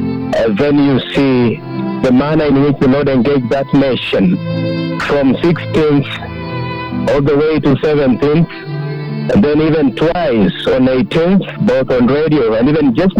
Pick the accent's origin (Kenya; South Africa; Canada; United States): Kenya; I'm acutely aware that as a Kenyan, I don't have any moral authority whatsoever to talk about this